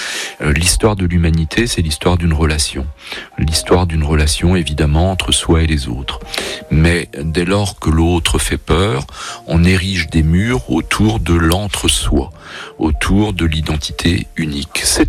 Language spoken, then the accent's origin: French; Brittany, France; Moi, je suis breton au cours des siècles, mais voilà, je viens d'outre-Manche, comme tout le monde.